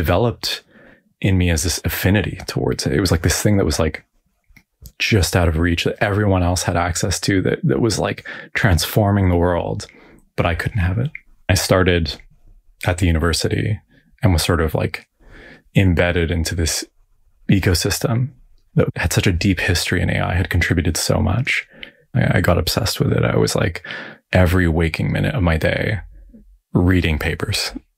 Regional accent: Toronto, Ontario, Canada; born there

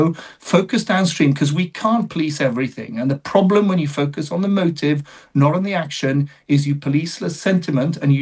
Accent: Wales, United Kingdom; as a Welsh person or as a Catholic

